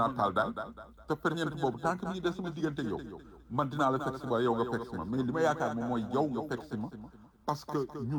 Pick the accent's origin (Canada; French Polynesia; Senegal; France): Senegal; en tant que Sénégalais